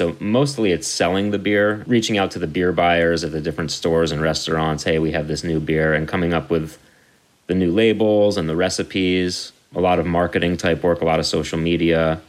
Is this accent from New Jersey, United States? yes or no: yes; New Jersey, United States; I grew up in New Jersey, and with a group of musicians that we all moved here.